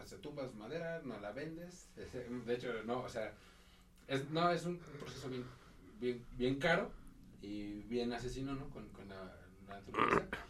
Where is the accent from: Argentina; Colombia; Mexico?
Mexico; Hidalgo; algo que me llama la atención y que me desquicia de mi pueblo, es que realmente está bien dividido